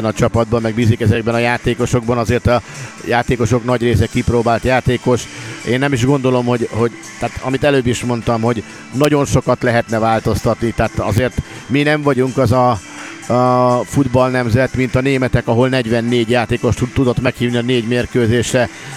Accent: Hungary; kiderült, hogy mi magyarok vagyunk

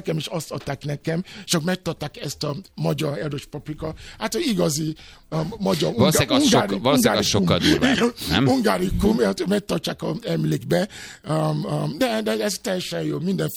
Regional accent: Nigeria; first language Yoruba; Hungarian is a second language; now in Hungary; mert én többet értem a Magyarországon, mint a saját otthon, ahol születtem.

